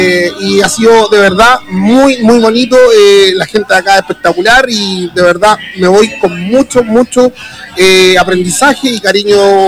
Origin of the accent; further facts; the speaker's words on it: Graneros, O'Higgins, Chile; somos de Rancagua, Machalí, Granero en mi caso